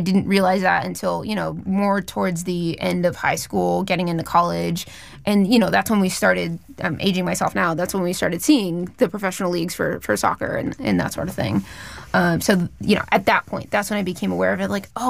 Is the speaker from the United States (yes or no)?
yes; California, United States; going to games growing up, like going to, well, Angels and Dodgers games because I'm from Orange County.